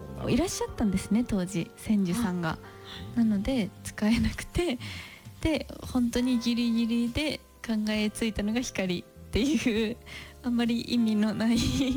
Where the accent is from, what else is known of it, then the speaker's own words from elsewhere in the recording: Ikoma, Nara, Japan; moved away; 奈良県生駒市出身です